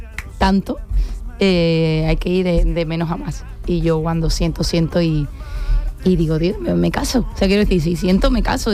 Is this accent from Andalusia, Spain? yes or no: yes; Seville, Andalusia, Spain; Bueno, estoy enamorada de mi tierra.